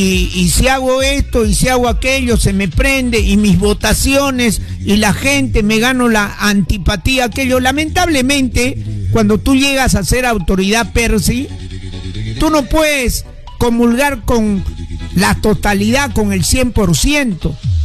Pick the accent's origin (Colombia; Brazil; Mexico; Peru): Peru; La Joya, Arequipa; born there; yo pertenezco a La Joya, porque soy de La Joya, soy nacido acá